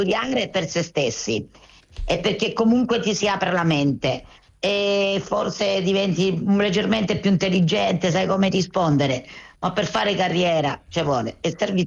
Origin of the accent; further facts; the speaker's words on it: Galatina, Apulia, Italy; Galatina, provincia di Lecce.